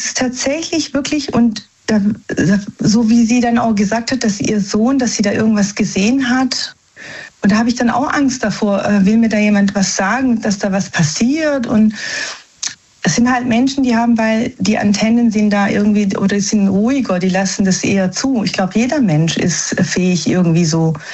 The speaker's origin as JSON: {"language": "German", "country": "Germany", "tie": "born there", "said": "also wir sind eigentlich Italiener, ja, in Deutschland geboren. Also italienische Familie und wir haben eigentlich nichts am Hut mit Frankreich."}